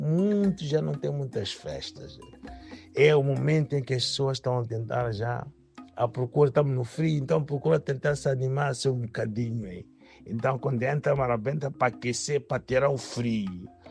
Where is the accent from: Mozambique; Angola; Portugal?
Mozambique; Bem, como moçambicano também, para dizer que o sangue do moçambicano, dá cor sempre nas minhas veias.